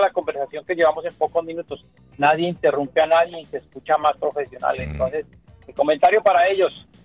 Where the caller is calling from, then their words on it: Bogotá, Colombia; soy de Bogotá.